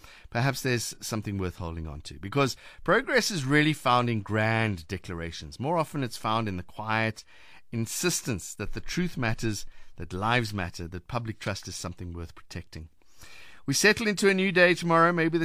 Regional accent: Cape Town, Western Cape, South Africa; from Cape Town.

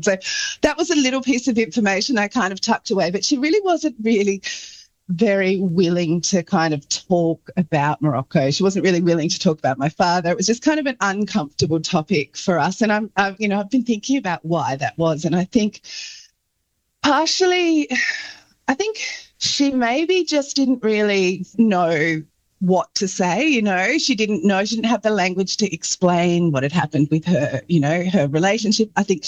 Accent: Launceston, Tasmania, Australia; I knew that they didn't want me to say where I lived, which is Launceston.

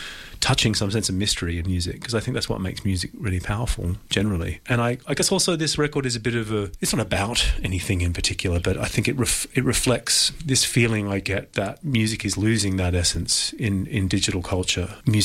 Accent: Greenwich, London, United Kingdom; born or raised there

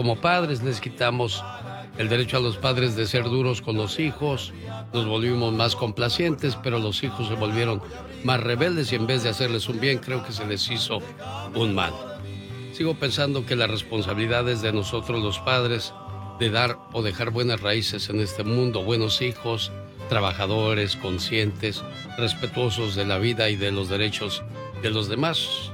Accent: Mexico; Le respondí: soy de México.

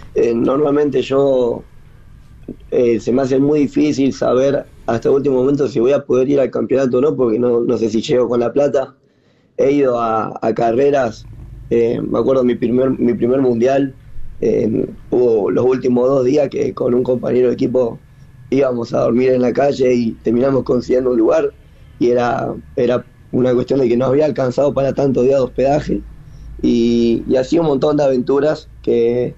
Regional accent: Rosario, Santa Fe, Argentina; soy un pibe de Rosario

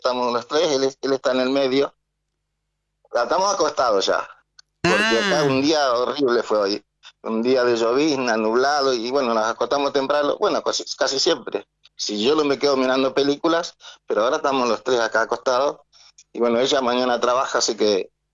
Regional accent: Santo Tomé, Corrientes, Argentina; Yo nací en Santo Tomé Corrientes.

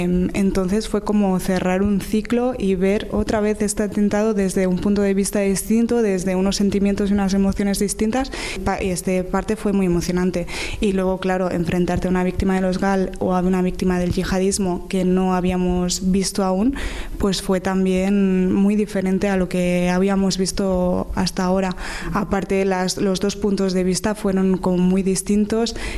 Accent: Catalonia, Spain; yo tampoco soy de aquí, soy catalana

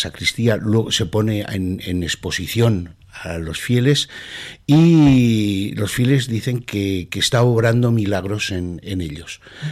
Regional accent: Tardienta, Aragon, Spain; Yo soy de Tardienta.

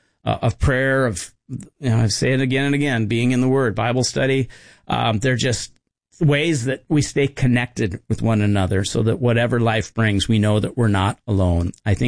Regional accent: Harvey, North Dakota, United States; also born or lived in Seattle; Well, my first memories are growing up in North Dakota. My dad was a pastor, and I remember about 4 years old, I remember moving out from the Seattle area to a little tiny town called Harvey, North Dakota.

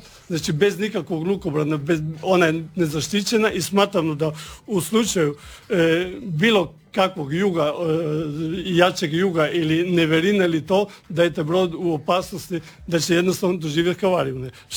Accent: Koromačno, Istria County, Croatia; mi dolazimo iz Koromačna, zna se da je Koromačno poznato po cementari.

